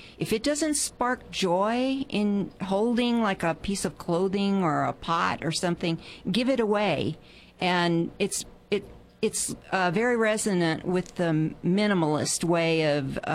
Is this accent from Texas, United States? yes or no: yes; Texas, United States; accent: Texas; I'm reading the Calamity Club, and I'm getting my Texas accent back each page.